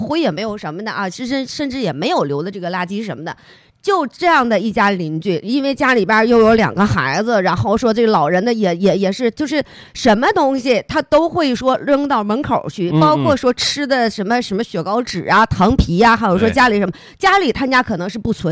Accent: Northeast China, China; 咱们东北话

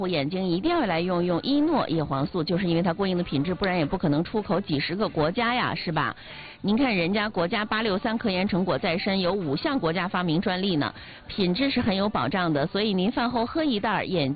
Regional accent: Northeast China, China; 咱们东北人

